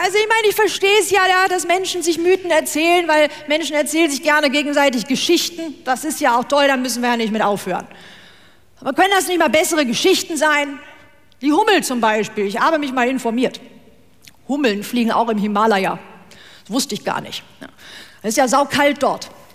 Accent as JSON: {"language": "German", "region": "North Rhine-Westphalia", "country": "Germany", "said": "Ich komme aus Westfalen. Als wir klein waren"}